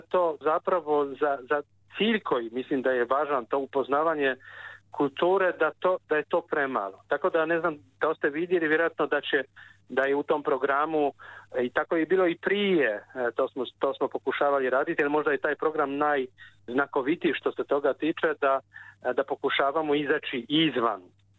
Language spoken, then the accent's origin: Croatian; Kraków, Lesser Poland, Poland; mi smo obojica iz Krakova